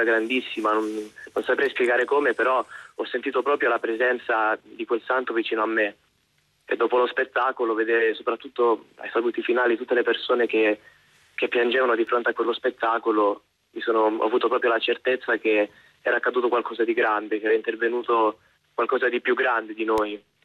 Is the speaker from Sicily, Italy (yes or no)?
yes; Sicily, Italy; Allora, in casa famiglia siamo appunto io che vengo dalla Sicilia, un altro ragazzo che viene sempre dalla Sicilia, che si è trasferito come me per fare la casa famiglia